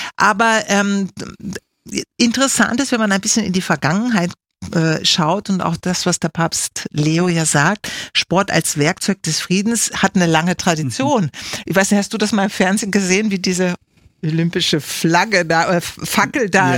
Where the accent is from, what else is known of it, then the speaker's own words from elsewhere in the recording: Germany; accent: German; now in Austria; Man hört ja an meinem Akzent, dass ich ursprünglich aus Deutschland komme.